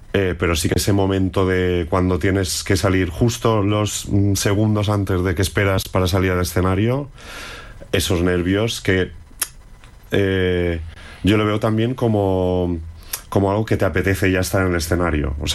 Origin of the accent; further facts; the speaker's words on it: Balearic Islands, Spain; moved away as an adult; now in Madrid, Spain; O sea, porque yo me fui de Mallorca, pues hará unos 25 años, sí, más o menos, sí, o alguno más. Y, o sea, ya llevo más tiempo fuera que en casa.